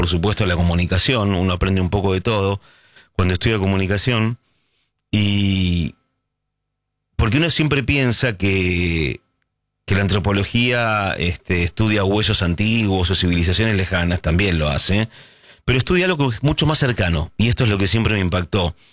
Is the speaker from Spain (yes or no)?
no; Argentina